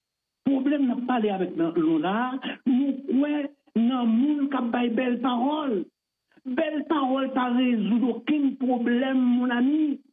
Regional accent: Haiti; pas français, moi, je suis un haïtien, comme vous-même.

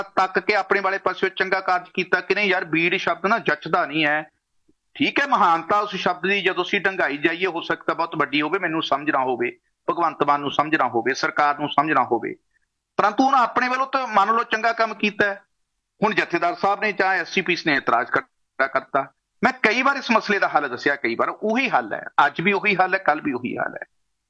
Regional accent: Punjab, India; moved away as an adult; now in Canada; ਅੱਜ ਅਸੀਂ ਕੈਨੇਡਾ ਦੀ ਧਰਤੀ ਤੇ ਬੈਠੇ ਹਾਂ ਜਾਂ ਪੰਜਾਬ 'ਚੋਂ ਅਸੀਂ ਪੰਡ ਗਏ ਸੀ

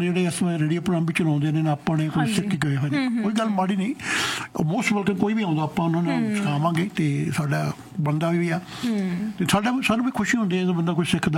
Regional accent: Punjab, India; ਸਾਡਾ ਪਿੰਡ ਪੈਂਦਾ ਮੁੱਲਾਪੁਰ ਤੇ ਜਗਰਾਉਂ ਦੇ ਵਿਚਾਲੇ

